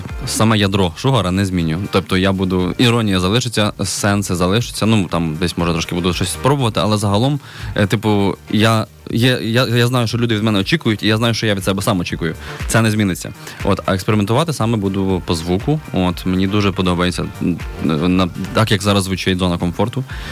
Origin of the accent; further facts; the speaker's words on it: Khmelnytskyi, Khmelnytskyi Oblast, Ukraine; Зазвичай я знімаю кліпи у місті Хмельницький, це моє рідне місто